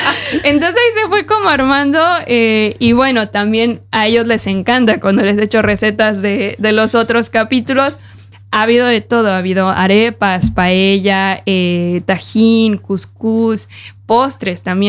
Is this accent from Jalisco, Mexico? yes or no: no; Aguascalientes, Mexico; moved away; yo soy hidrocálida, yo soy de Aguascalientes, y ahí tenemos nuestra versión del mole